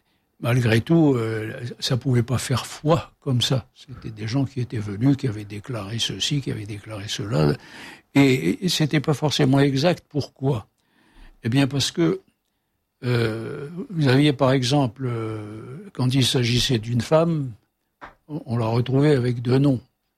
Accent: El Harrach, Algiers Province, Algeria; Moi, je suis de Maison Carrée.

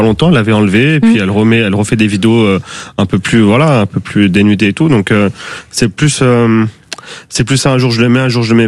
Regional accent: France; born there

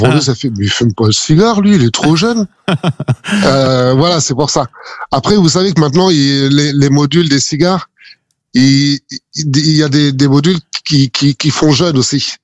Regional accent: Normandy, France; also born or lived in Brittany; now in Talais, France; je suis normand, mais on a vécu en Bretagne, ouais, pendant qu'on gérait l'hôtel. Ouais. Et après, on est venu dans la région

